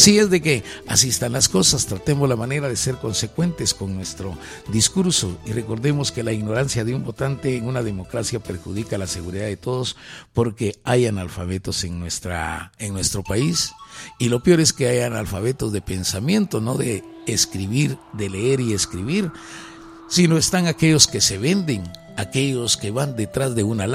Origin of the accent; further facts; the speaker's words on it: Guatemala; así somos los guatemaltecos